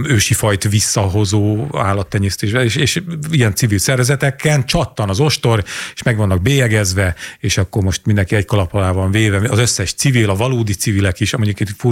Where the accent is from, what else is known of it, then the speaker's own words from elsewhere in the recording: Sátoraljaújhely, Borsod-Abaúj-Zemplén, Hungary; moved away; az én kis fatornyos kis szülővárosomnak a Facebook csoportjára